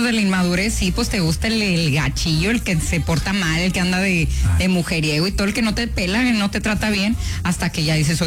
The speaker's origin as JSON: {"language": "Spanish", "town": "China", "region": "Nuevo León", "country": "Mexico", "tie": "born or raised there", "said": "Soy originaria de China, Nuevo León."}